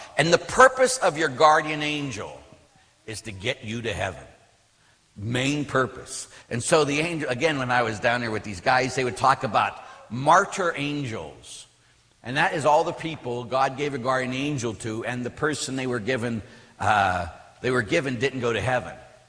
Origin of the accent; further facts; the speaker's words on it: Pittsburgh, Pennsylvania, United States; when I was a kid, I grew up in Pittsburgh